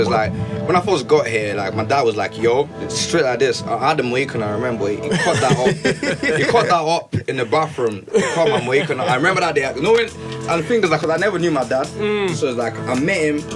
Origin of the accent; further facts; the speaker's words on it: Lagos, Nigeria; now in London, United Kingdom; I'm from Lagos. I ended up being here somehow.